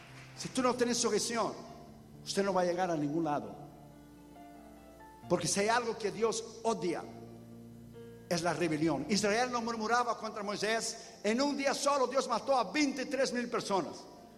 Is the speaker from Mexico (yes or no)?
no; Brazil; Hermano, yo soy de un tiempo, de la escuela dominical cuando era niño en Brasil. Iba mis tres hermanas, mi hermano y yo, los cinco.